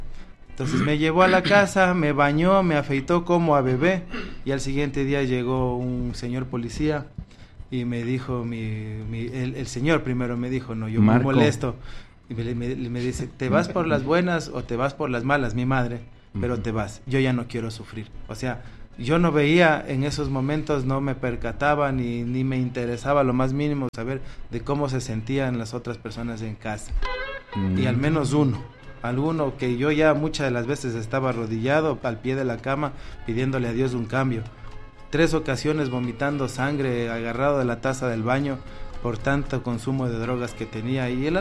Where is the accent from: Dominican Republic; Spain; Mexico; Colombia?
Dominican Republic; Santo Domingo; Yo soy de Santo Domingo.